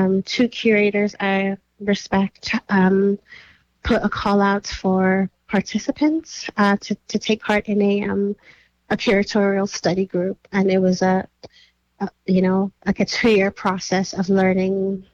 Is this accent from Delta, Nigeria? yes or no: no; Lagos, Nigeria; moved away as an adult; now in Halifax, Canada; I've lived since I was 23 years old. I come from Nigeria. I was born and raised in Lagos.